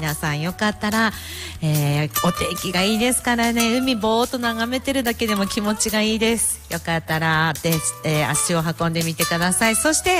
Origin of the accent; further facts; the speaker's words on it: Iwaki, Fukushima, Japan; 私はね、保育所に通ってたんですけど、その時に小名浜の本町保育所出身なんですけれどもね